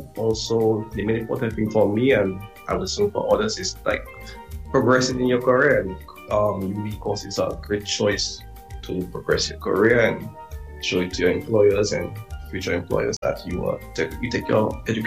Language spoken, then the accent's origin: English; Concord, Dominica; I'm from Concord, and I'm currently a plant operator at the geothermal plant in Dominica.